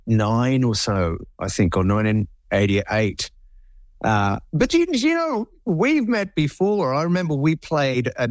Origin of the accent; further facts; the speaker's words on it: Melbourne, Victoria, Australia; we were playing at this venue in Melbourne that you know, in my hometown